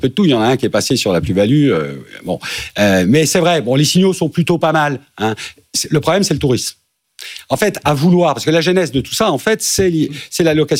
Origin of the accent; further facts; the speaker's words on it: Nantes, Pays de la Loire, France; Moi, nous, on vient de Nantes.